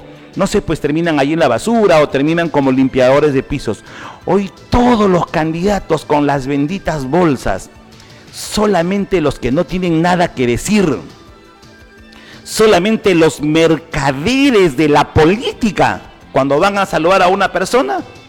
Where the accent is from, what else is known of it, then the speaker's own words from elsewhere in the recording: Huancabamba, Piura, Peru; now in Chiclayo, Peru; Yo nunca he negado de dónde soy. Yo soy de Huancabamba. Nunca he negado mi tierra. Pero vivo en Chiclayo. Aunque parezca mentira, el tiempo pasa rápidamente. En Chiclayo vivo 43 años de mi vida.